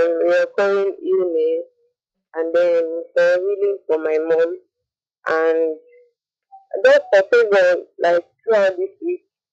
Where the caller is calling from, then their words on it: Lagos, Nigeria; I'm calling from Lagos.